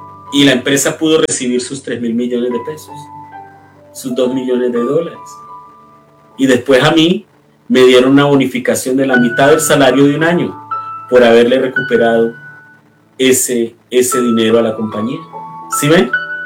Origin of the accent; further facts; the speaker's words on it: Colombia; moved away; En mi país, en Colombia, yo soy contador.